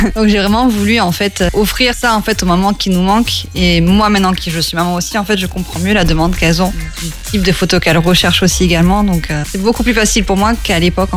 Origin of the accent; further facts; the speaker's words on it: Nouvelle-Aquitaine, France; je suis originaire de la Gironde